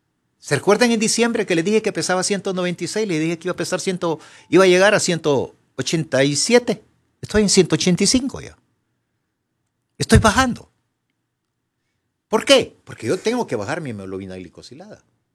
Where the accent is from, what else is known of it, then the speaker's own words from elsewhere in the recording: Honduras; somos hondureños